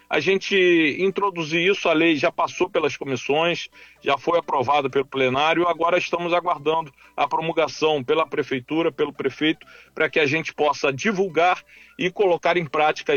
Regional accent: Cabo Frio, Rio de Janeiro, Brazil; como cidadão cabofriense, daqueles que amam a cidade de Cabo Frio

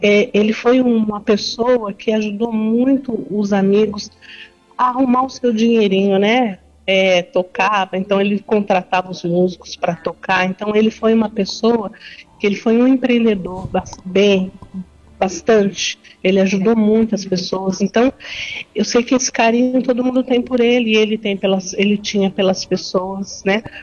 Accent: São Paulo, Brazil; born there; moved away; E lá em São Paulo, eu sou paulista, eu nasci lá.

